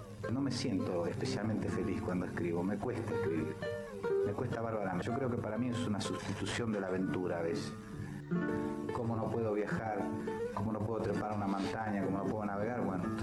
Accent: Chacabuco, Buenos Aires Province, Argentina; Chacabuco que ahora existe acá a 200 kilómetros de Buenos Aires. Siento la permanente nostalgia por mi pueblo.

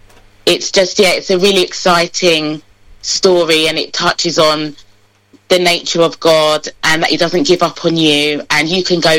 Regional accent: Croydon, London, United Kingdom; I come from Croydon

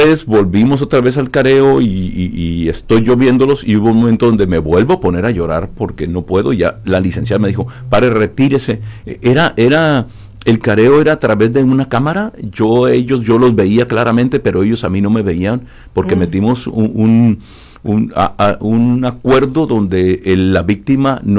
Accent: Tijuana, Baja California, Mexico; Yo soy de aquí de Tijuana, somos 7 hermanos.

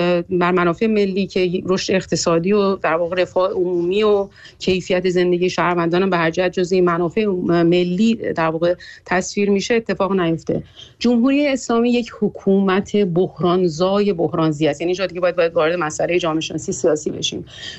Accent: Iran; به عنوان یک ایرانی و با تجربه زیستی که داریم

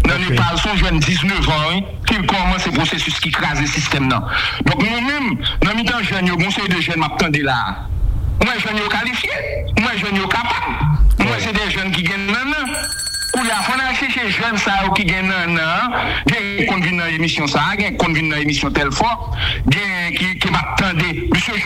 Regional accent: Haiti

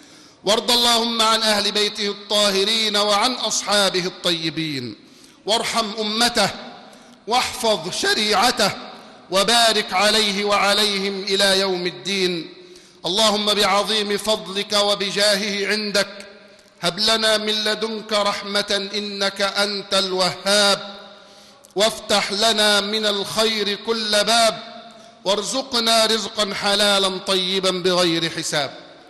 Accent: Egypt; إني كإنسان مصري

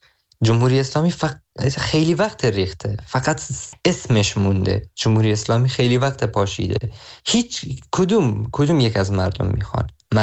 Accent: Saqqez, Kurdistan, Iran; moved away as an adult; یعنی من برای خودم توی هر جای دنیا باشم بازم نمیتونم از شهر خودم سقز دل بکنم.

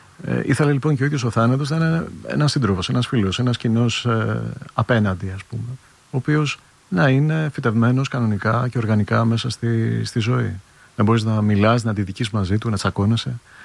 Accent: Central Greece, Greece; Ευρυτανία, είμαι Ευρυτάνας

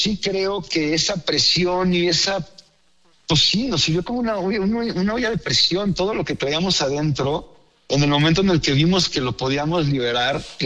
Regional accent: Mexico; Yo tristemente tenía tiempo que no me daban ganas de presumir que era mexicano. Y como dije en el video, tenía tiempo olvidando lo que somos los mexicanos realmente.

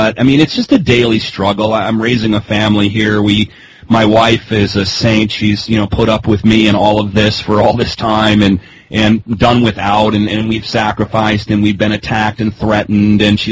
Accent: Ireland; You know, I'm Irish, and the old adage is some people see the glass as half empty, some people see the glass as half full.

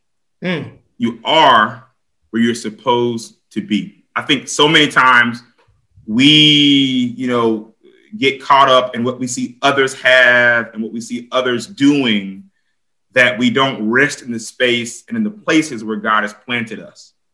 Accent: Atlanta, Georgia, United States; I'm a city kid. I'm from Atlanta. And we got this thing about Atlanta and Albany.

